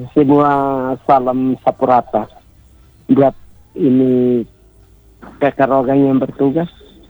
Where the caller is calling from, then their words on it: Batu Kemiri, Indonesia; Ini kakak dari Batu Kemiri.